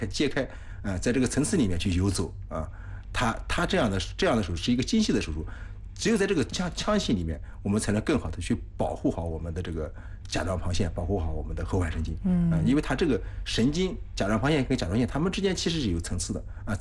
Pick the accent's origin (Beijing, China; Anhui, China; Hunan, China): Anhui, China; 季老师也是我们安徽人